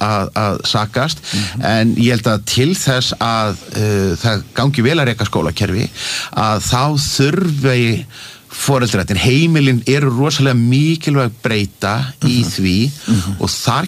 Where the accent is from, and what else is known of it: Reykjavík, Capital Region, Iceland; born or raised there